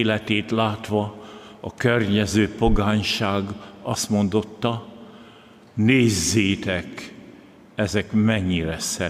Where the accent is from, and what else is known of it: Transylvania, Romania